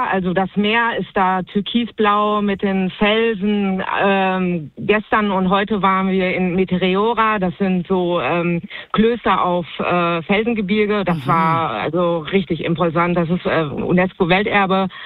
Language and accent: German; North Rhine-Westphalia, Germany; Also so als Münsterländer muss man immer gucken